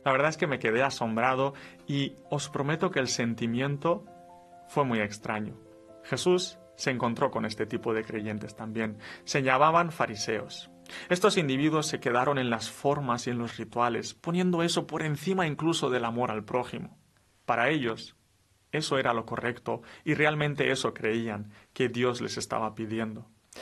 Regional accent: Romania; Spanish is a second language; now in Spain; yo no soy español, soy de Rumanía, entonces a veces me cuesta y tengo que traducir las cosas del castellano al rumano.

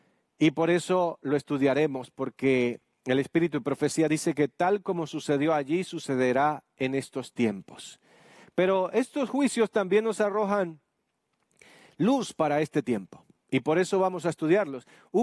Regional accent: Colombia; decimos en mi tierra, Colombia.

